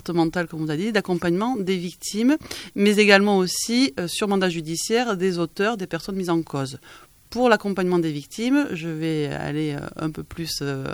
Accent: Pau, Nouvelle-Aquitaine, France; moved away as an adult; also born or lived in Paris; Je suis originaire de Pau, même.

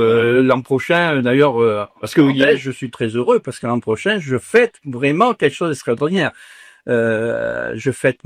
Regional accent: Provence-Alpes-Côte d'Azur, France; born there; Je suis né dans la Sainte-Baume.

